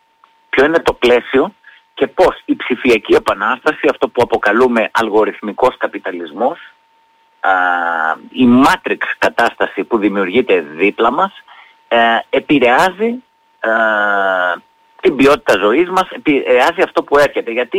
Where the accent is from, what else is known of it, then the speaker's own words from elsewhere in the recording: Heraklion, Crete, Greece; moved away; Ξέρεις ότι πέρασα τα παιδικά μου χρόνια στην Κρήτη, στο Ηράκλειο